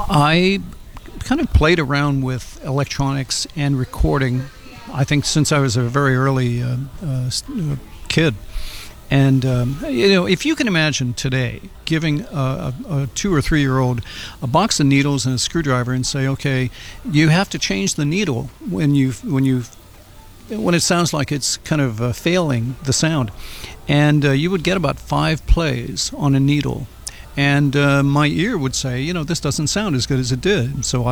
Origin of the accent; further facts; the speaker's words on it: Butler, Pennsylvania, United States; now in New York City, United States; born and raised in Butler, Pennsylvania. So I'm a proud Western Pennsylvania project here. And I now live in New York City